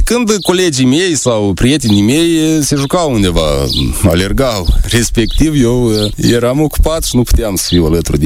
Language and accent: Romanian; Sadova, Călărași District, Moldova; asta este casa părintească, aici m-am născut, aici am și activitatea, aici la Sadova.